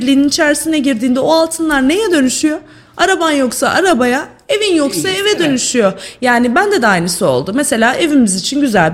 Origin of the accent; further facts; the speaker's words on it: Sivas, Turkey; Bir Sivaslı olarak.